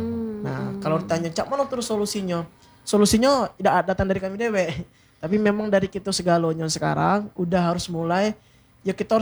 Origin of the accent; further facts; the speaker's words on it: Bengkulu, Indonesia; jadi anak Bungkulu tuh.